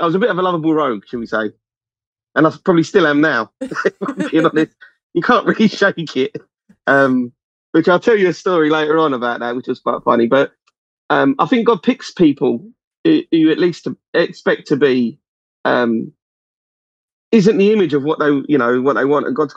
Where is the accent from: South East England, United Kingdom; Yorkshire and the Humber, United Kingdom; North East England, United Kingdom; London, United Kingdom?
London, United Kingdom; So so I come from South, as you may have noticed from a bit of the accent, but I'm being as eloquent as I can. I come from South East London. So I was brought up in Camberwell, Denmark, Hillway. And there's an estate there called The Circle.